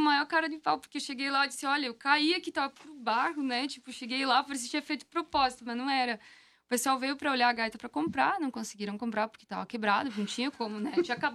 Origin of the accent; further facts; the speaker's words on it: Brazil; moved away; estudei em Tamanduá, ali... Né, próximo à casa dos meus pais, lá no interior, ali, que meus pais são de São Luís, ali no interior. E foi onde eu cresci, é o lugar que eu amo, é o lugar que eu sempre vou querer voltar